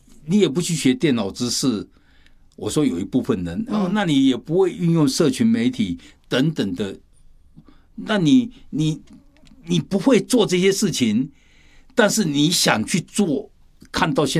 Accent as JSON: {"language": "Chinese", "country": "China", "said": "我们中国人"}